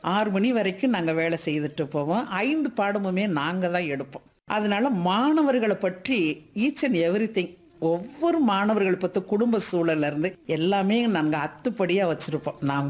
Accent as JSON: {"language": "Tamil", "town": "Madurai", "region": "Tamil Nadu", "country": "India", "tie": "born or raised there", "said": "என்னுடைய பூர்வீகம் வந்து ராமநாதபுரம். நான் பிறந்து வளர்ந்தது எல்லாமே மதுரை தான்."}